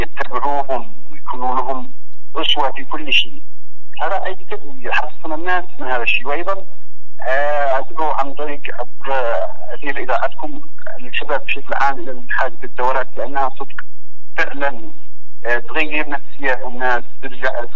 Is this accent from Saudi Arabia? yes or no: no; Yemen; احنا كشعب يمني